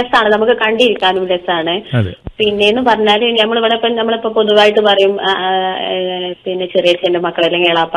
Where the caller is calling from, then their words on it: Kerala, India; ഞങ്ങൾ ഇവിടെ ചമ്രവട്ടം.